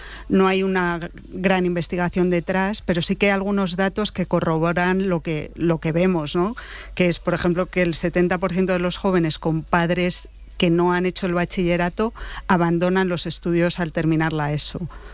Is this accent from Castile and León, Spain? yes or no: yes; Valladolid, Castile and León, Spain; now in Madrid, Spain; Es la Elipa en Madrid, pero yo originalmente soy de Valladolid. El primer barrio en el que viví es Los Vadillos, que es un barrio obrero de Valladolid